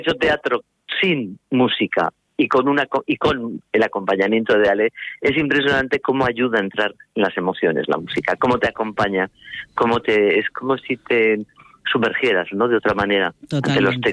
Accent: Aragon, Spain; Pero yo soy, como buena aragonesa, soy, tengo un punto así brutica

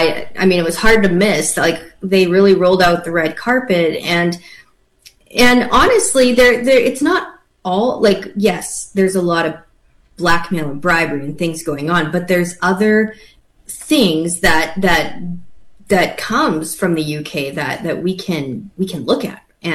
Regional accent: Canada; now in Arizona, United States; I am a Canadian

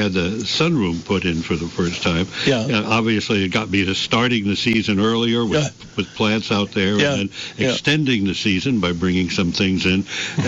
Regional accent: New York City, New York, United States; I'm from the Bronx

